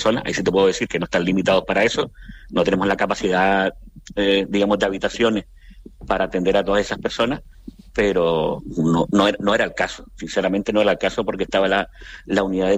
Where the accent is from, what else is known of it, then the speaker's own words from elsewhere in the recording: Canary Islands, Spain; now in Cape Verde; Yo como canario me sentí